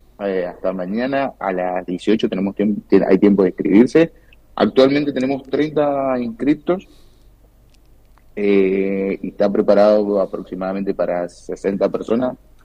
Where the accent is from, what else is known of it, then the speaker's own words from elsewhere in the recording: Mendoza, Argentina; nosotros como mendocinos